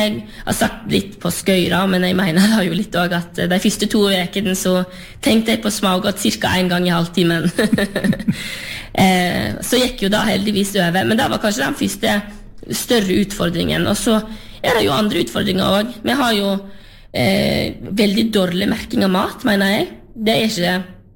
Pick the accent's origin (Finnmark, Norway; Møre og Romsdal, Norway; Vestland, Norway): Vestland, Norway; Sørheim; Jeg kommer jo fra Sørheim, på sørsiden av Lustrafjorden, og etter hvert som jeg har vært større, så oppdaget jeg jo at verden er større enn Sørheim, utrolig nok.